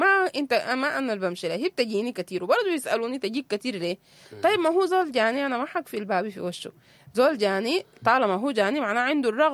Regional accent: Sudan; احنا كمجتمعات سودانية

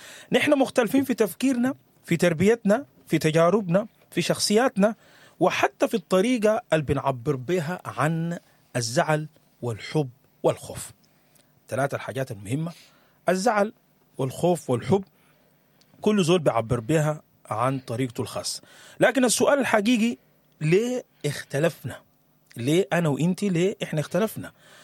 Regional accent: Sudan; السودانيين بنحب الكلمة

